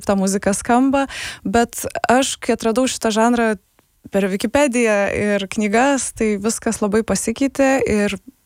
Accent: Šiauliai, Šiauliai County, Lithuania; Ir šiaip aš užaugau Šiauliuose.

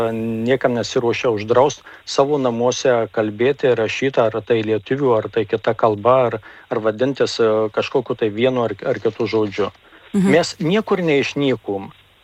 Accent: Marijampolė, Marijampolė County, Lithuania; Mes esam lietuviai suduviai ir dar jeigu patikslint Marijampolietis esu

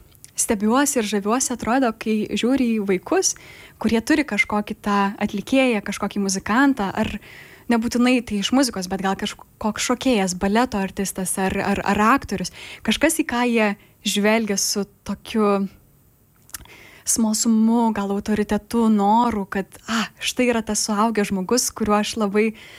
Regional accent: Vilnius, Vilnius County, Lithuania; mano vaikystė buvo Vilniuje.

